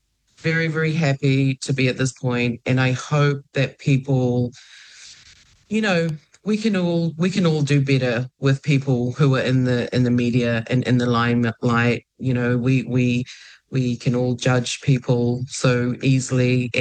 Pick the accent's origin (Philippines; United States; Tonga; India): Tonga; Ha'apai; I'm from Hapai. I'm from Tongolileka.